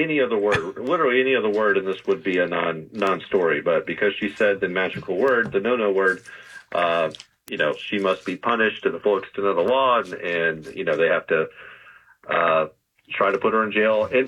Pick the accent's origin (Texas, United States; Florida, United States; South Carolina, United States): Florida, United States; No. I'm from Florida.